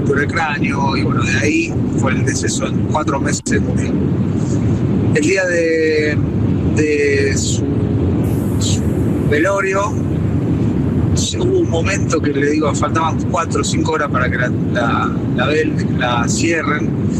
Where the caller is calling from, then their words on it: Funes, Santa Fe, Argentina; Mira, estoy volviendo de Ezeiza, dejé a mi familia y volviendo para Funes, Santa Fe.